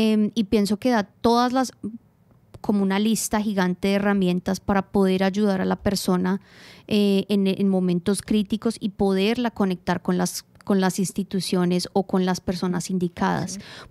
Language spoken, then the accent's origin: Spanish; Colombia; moved away as an adult; now in Australia; Hablo de Colombia, hablo de mi experiencia.